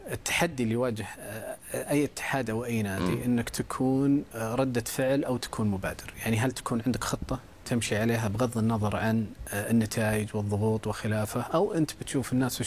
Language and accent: Arabic; Saudi Arabia; أساسيات تطوير عندنا في المملكة العربية السعودية ما لقيتها